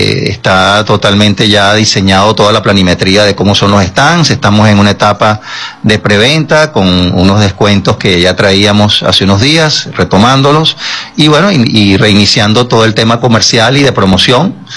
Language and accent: Spanish; Venezuela; Y como venezolano, sin duda alguna, pues hacer lo mejor de nosotros, aportar y poner un granito de arena todos los días en nuestro trabajo.